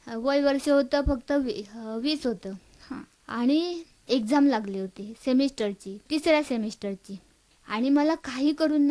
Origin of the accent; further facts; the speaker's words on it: Madkhol, Maharashtra, India; माझं गाव माडखोल दडाखोऱ्याच्या कुशीत वसलेलं.